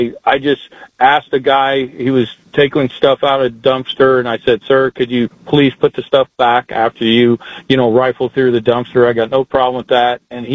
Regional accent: Indianapolis, Indiana, United States; growing up in Indianapolis in the 70s, obviously I know when they closed Central State Hospital

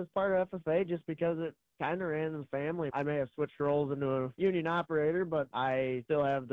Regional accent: Grand Ridge, Illinois, United States; I grew up in Grand Ridge, Illinois, on a family farm with my great uncle, my dad, my older brother, and now my little brother's gotten into it.

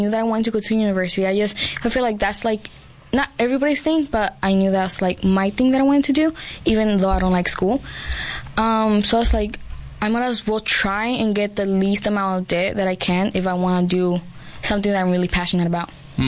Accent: Yuma, Arizona, United States; born there; also born or lived in California; And then I moved to Yuma, like my fifth grade year.

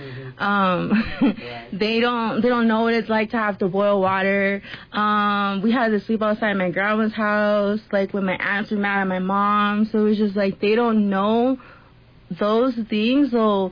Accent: San Carlos, United States; we were growing up in San Carlos

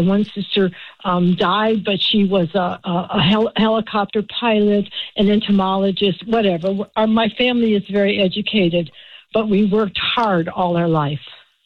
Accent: California, United States; I'm from California. I am 80 years old, so I've lived a very wonderful life. I was born on a farm.

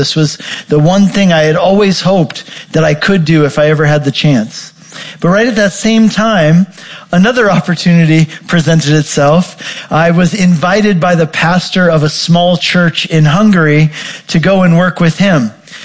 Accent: Colorado, United States; I grew up in Colorado.

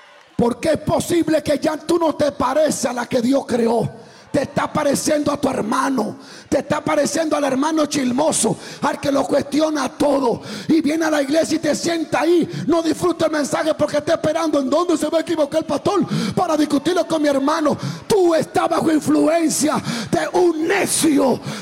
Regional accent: Dominican Republic; Yo llegaba a El Salvador y me quitaba el reloj. Pop, pop, pop, pop, pop. Yo soy dominicano.

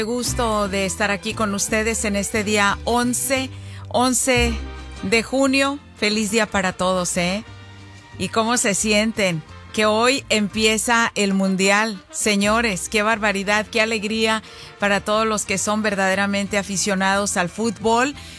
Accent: Mexico; Pero pues como mexicana, señores, pues yo deseo de todo corazón que México avance

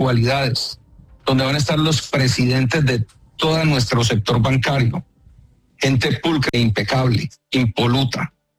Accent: Popayán, Cauca, Colombia; also born or lived in Cali; Yo soy caleño, pero a los 5 años me fui a vivir a Popayán. Mi padre me llevó a vivir a Popayán, ciudad que me acogió, ciudad que amo, y diría yo, soy payanés y soy caleño.

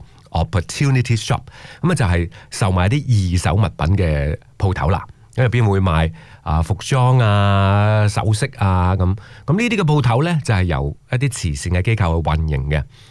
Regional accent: Australia; 不过呢，我们澳洲人也都要很多谢那些国际的唱片连锁店没有来澳洲开。

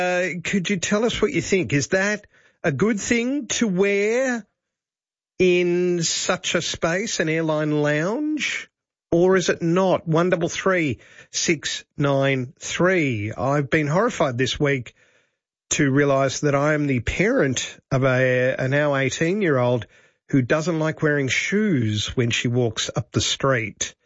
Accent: Mildura, Victoria, Australia; When I was growing up in Mildura

